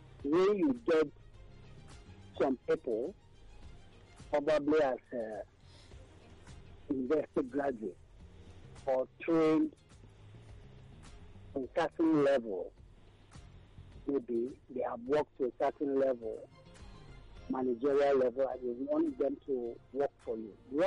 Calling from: Nigeria; I'm calling from Abanja in Ikoti.

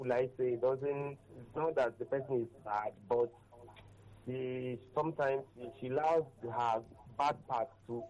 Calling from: Lagos, Nigeria; Calling from Lagos.

